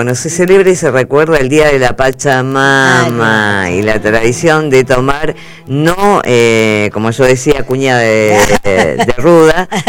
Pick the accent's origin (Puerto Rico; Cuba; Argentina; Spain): Argentina